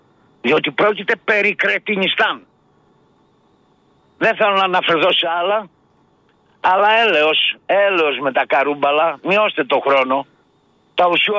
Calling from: Greece

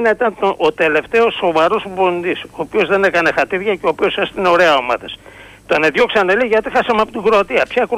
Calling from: Piraeus, Attica, Greece; από Πειραιά.

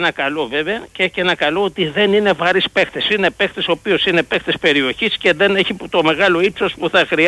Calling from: Piraeus, Attica, Greece; από Πειραιά

